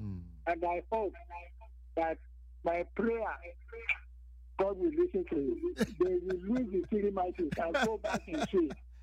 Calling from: Ejio, Nigeria; I am speaking from Ejio.

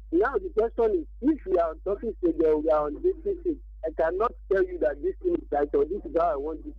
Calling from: Itori, Ogun, Nigeria; I'm calling from Itori.

